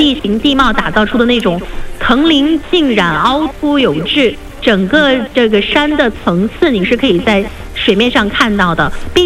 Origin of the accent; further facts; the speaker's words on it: Hebei, China; now in Leshan, China; 我是河北的，